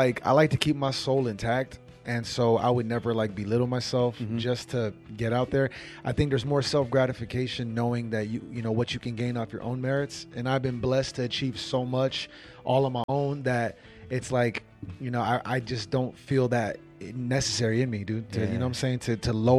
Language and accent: English; Brazil; I'm from Brazil, bro.